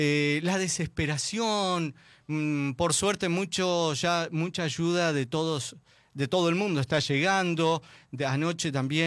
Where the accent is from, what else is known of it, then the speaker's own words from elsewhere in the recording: Paraná, Entre Ríos, Argentina; Y qué lindo para mí es ser paranaense. Me encanta mi ciudad.